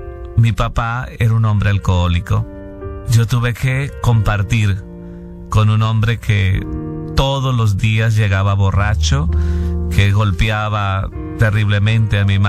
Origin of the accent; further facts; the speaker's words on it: Llanos Orientales, Colombia; born there; Yo soy de Colombia, de un pueblo muy pequeño pero muy hermoso por allá en los llanos orientales de este país hermoso de Colombia, y allí nací.